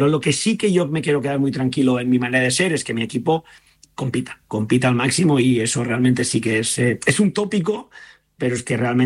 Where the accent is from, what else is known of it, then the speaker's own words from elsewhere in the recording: Granollers, Catalonia, Spain; Quien realmente ha seguido mi carrera y quien me conocía incluso estando, da igual, en mi pueblo, en Granollers, en Español, en Barça